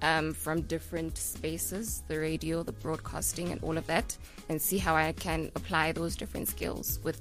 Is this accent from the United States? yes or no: no; Johannesburg, Gauteng, South Africa; I am from the west side, so Honeydew.